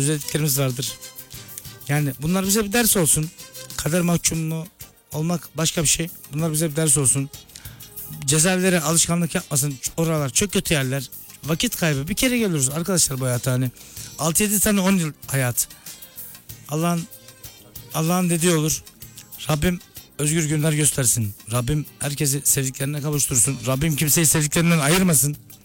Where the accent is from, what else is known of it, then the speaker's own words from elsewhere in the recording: Ankara, Turkey; now in İzmir, Turkey; Şu an İzmir'deyim. Benim için de güzel bir tesadüf oldu. Ben kendim Ankaralıyım.